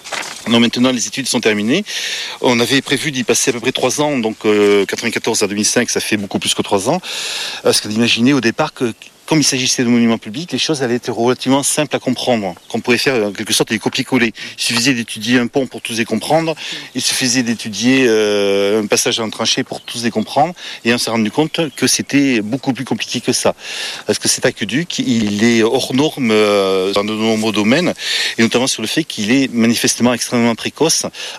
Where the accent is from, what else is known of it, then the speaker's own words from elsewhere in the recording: Verse, France; born there; now in Cabourret, France; je suis archéologue, je suis né à Verse et j'habite maintenant à Cabourret.